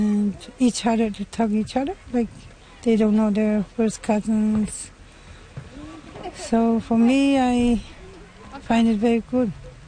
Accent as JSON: {"language": "English", "region": "Sicily", "country": "Italy", "said": "I'm from Sicily."}